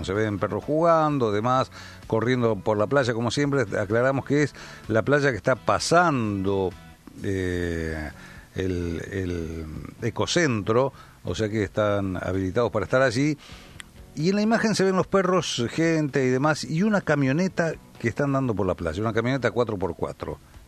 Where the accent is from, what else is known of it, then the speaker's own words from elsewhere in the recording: El Caín, Río Negro, Argentina; Yo me fijo en mi pueblo, el Caín, donde con 4 hermanos fuimos a la escuela número 173 y después, como todos, los vamos dejando por trabajo o estudios a otras provincias, y cuando queremos volver a nuestros pagos